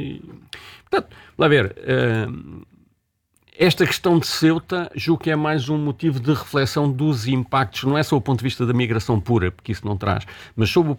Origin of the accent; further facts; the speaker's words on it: Alcácer do Sal, Alentejo, Portugal; eu sou alentejano, sou ali da zona da costa do Alcácer do Sal e conheço bem a costa vicentina